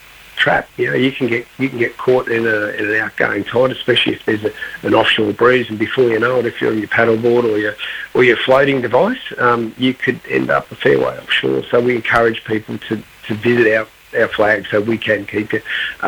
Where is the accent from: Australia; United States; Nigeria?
Australia; Victoria; now in Queensland, Australia; growing up in Western Victoria.